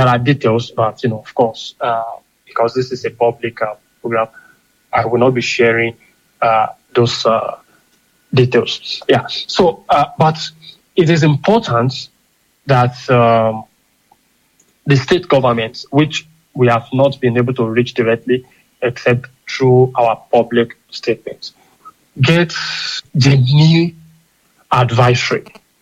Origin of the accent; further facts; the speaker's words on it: Oyo, Nigeria; I'm from Oyo State, like you mentioned, and not just from Oyo State, I'm involved in community effort as chairman of Oyo Global Forum, you know, a body of professionals from Oyo.